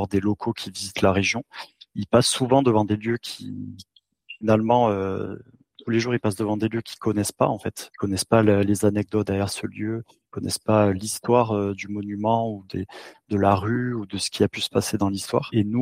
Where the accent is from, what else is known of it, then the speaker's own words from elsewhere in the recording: Montpellier, Occitanie, France; Eric et moi, on est même natifs de Montpellier.